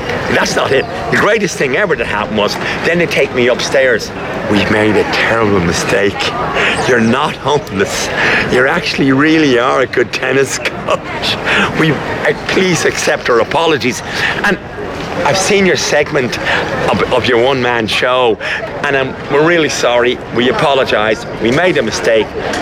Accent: Ireland; Look, Your Honour, I'm an Irish citizen. For God's sakes, I mean, I've done nothing wrong.

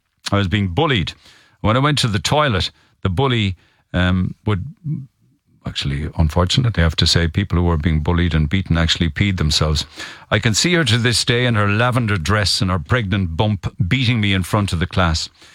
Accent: Silver Mines, Munster, Ireland; now in Cork, Ireland; I've lived in Cork for the past 45 years. But I'm originally from Silver Mines in Tipperary, where I went to school.

